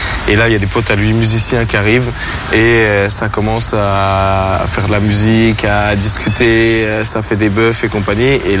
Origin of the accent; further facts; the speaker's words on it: Champigny-sur-Marne, Île-de-France, France; moi, je viens de Champigny, c'est juste à côté, 94 et tout.